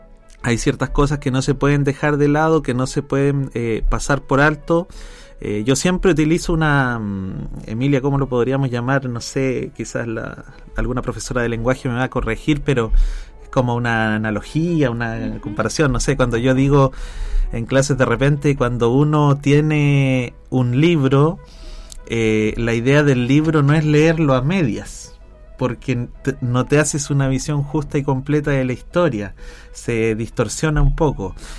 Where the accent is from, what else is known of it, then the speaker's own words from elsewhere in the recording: Chile; nos marca a nosotros como chilenos